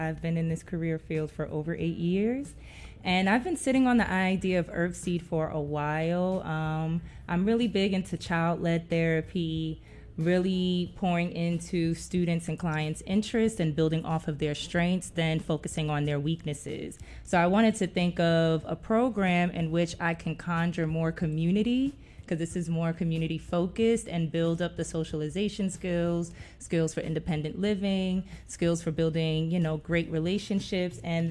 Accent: New York City, New York, United States; now in Memphis, United States; So y'all, I'm from New York. I'm from Queens. You know, that's the most diverse city in the world.

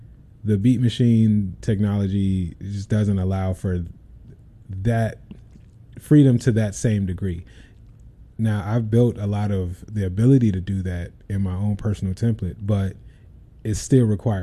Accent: Chicago, Illinois, United States; growing up in Chicago

